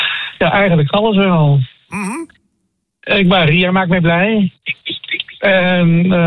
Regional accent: Vinkeveen, Utrecht, Netherlands; born there; also born or lived in Amersfoort; now in Zutphen, Netherlands; Ik ben geboren in Vinkeveen.

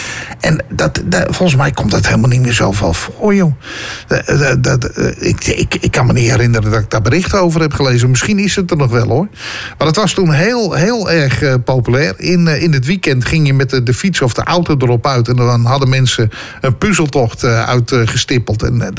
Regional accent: Purmerend, North Holland, Netherlands; Als iemand een accent heeft, dan ben ik het wel. Maar Joey Nukilai ook. Ja, ik kom uit Purmerend. Ik denk zo, ja, dat is nogal te horen.

